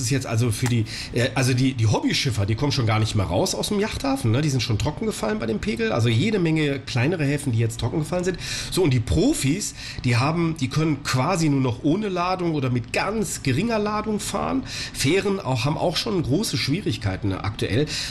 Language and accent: German; Bonn, North Rhine-Westphalia, Germany; Noch müssen wir als Bonner noch nicht durchschwimmen